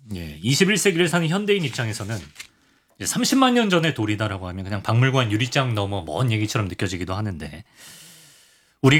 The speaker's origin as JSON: {"language": "Korean", "region": "Daejeon", "country": "South Korea", "said": "제가 이제 대전 사람인데"}